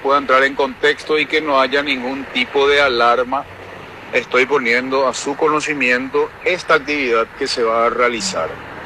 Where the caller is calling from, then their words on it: Ciudad del Este, Alto Paraná, Paraguay; aquí en Ciudad del Este